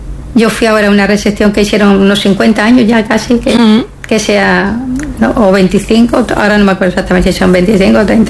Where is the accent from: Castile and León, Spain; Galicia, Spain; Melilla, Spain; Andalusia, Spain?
Melilla, Spain; also born or lived in Lleida / Palma de Mallorca; now in Barcelona, Spain; Yo soy de Melilla. Y sí, vengo cada año porque la familia está aquí, tengo las raíces aquí.